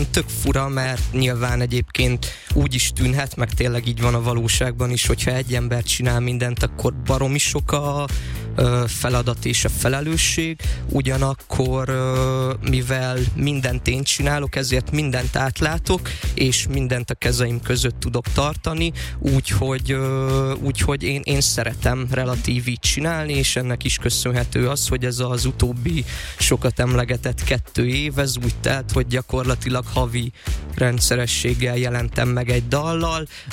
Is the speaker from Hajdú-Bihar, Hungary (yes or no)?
yes; Debrecen, Hajdú-Bihar, Hungary; born there; moved away as an adult; now in Budapest, Hungary; én már a gimnazista éveimet, az egyetemi éveimet is Debrecenbe töltöttem, ami azért az ország második legnagyobb városa, és azért ott is van nyüzsgés